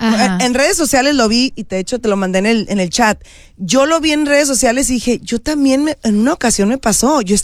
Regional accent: Sinaloa, Mexico; moved away; si es de mi tierra, Sinaloa

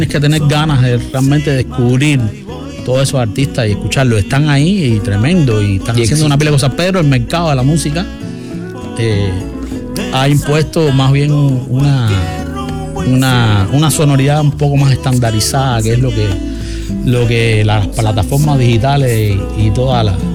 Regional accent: Cuba; moved away; Yo salí de Cuba en el año 92, 93 y hasta ahora. No he vuelto antes, en los 90 volvía.

